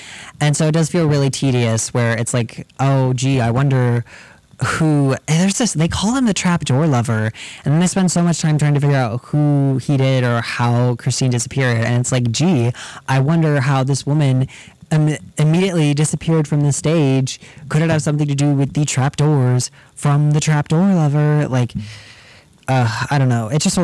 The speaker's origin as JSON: {"language": "English", "country": "United States", "said": "as an American"}